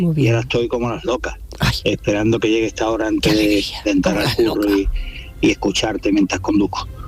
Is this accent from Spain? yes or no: yes; Málaga, Andalusia, Spain; soy de Málaga.